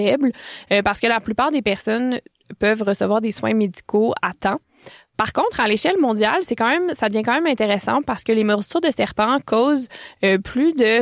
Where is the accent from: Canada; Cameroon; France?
Canada; Quebec; chez nous, au Québec